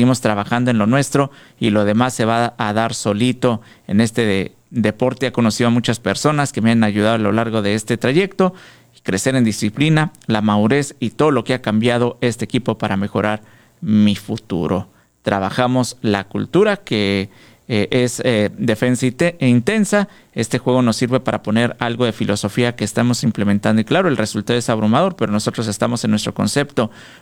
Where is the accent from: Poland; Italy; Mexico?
Mexico; Cuauhtémoc, Chihuahua; now in Ciudad Juárez, Mexico; Me vine de Cuauhtémoc a jugar aquí con las Indias buscando una universidad.